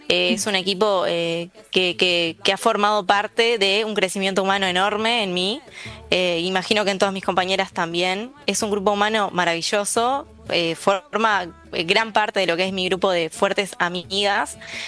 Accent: Mercedes, Soriano, Uruguay; yo soy de Mercedes.

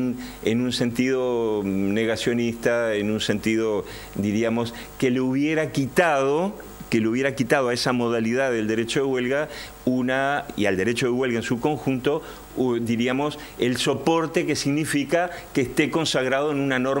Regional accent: Uruguay; países como el nuestro, como Uruguay

